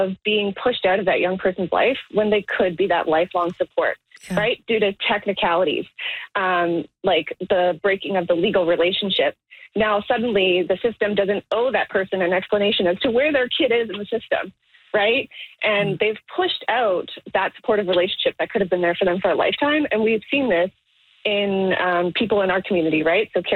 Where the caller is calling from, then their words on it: Toronto, Ontario, Canada; Hi, so like I said … I'm calling in from Toronto on behalf of Never Too Late